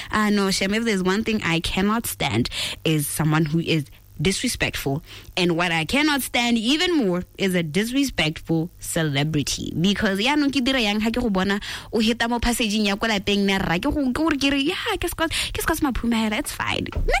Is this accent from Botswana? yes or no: yes; Mochudi, Kgatleng District, Botswana; now in Gaborone, Botswana; I'm from Muchudi